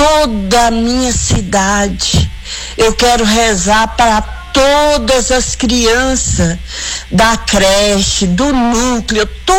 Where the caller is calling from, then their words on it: Presidente Juscelino, Brazil; eu sou de Presidente Juscelino.